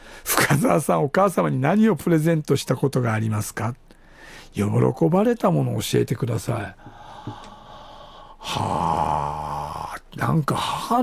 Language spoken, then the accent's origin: Japanese; Fujisawa, Kanagawa, Japan; 僕の生まれ故郷の藤沢市辻堂、ね、この海岸のある、湘南海岸のあるこの場所は。